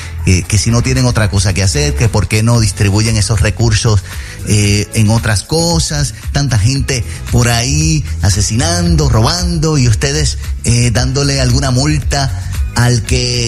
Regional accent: Puerto Rico; Y hablo de Puerto Rico porque es mi país.

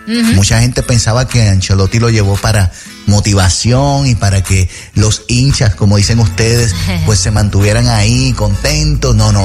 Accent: Puerto Rico; soy puertorriqueño

